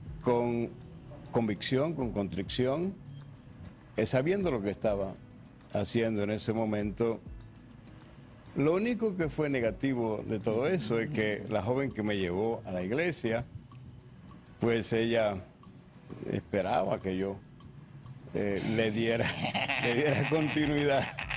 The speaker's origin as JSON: {"language": "Spanish", "town": "Baní", "region": "Peravia", "country": "Dominican Republic", "tie": "born there", "said": "Bueno, nací aquí en Baní."}